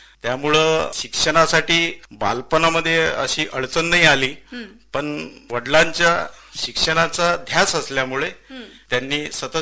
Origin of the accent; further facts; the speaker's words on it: Sindhi Budruk, Maharashtra, India; also born or lived in Wardha; 1969 साली झालेला आहे आणि माझं बालपण आणि माझा जन्म हा सिंधी बुद्रुक तालुका अचलपूर या खेड्यामध्ये झालेला आहे